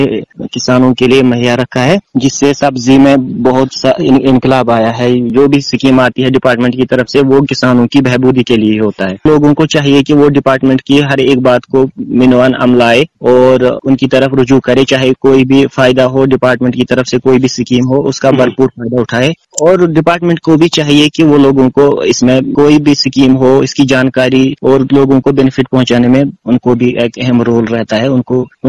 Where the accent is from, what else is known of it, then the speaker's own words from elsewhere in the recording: Budgam, Jammu and Kashmir, India; میں بڈگام سے ہوں.